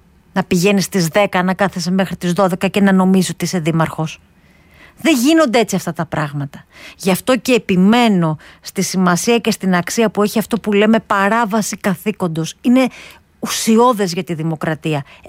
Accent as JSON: {"language": "Greek", "town": "Chaidari", "region": "Attica", "country": "Greece", "tie": "born or raised there", "said": "ευτύχησα ως παιδί να μεγαλώσω στο Δήμο του Χαϊδαρίου"}